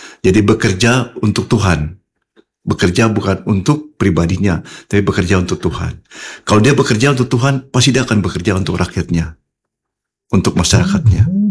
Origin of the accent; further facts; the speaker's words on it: Sorong, Southwest Papua, Indonesia; saya ya, emang orang Sorong juga lahir di Sorong.